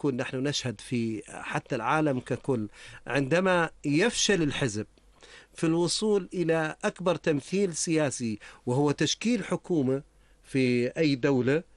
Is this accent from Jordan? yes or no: yes; Jordan; نحن مواطنين أردنيين